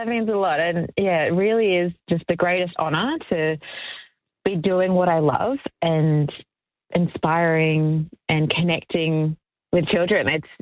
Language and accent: English; Cairns, Queensland, Australia; Oh, honestly, I adored growing up in Cairns, and my very, very first concert was … at the Cairns Convention Centre when I think I might have been three.